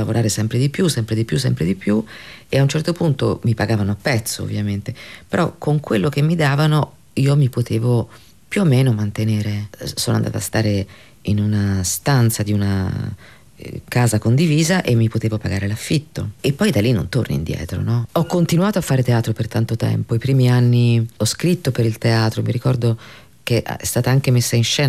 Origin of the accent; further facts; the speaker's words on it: Spain; Beh, io comunque sono anche spagnola, però insomma per tanto tempo è stato il contrario.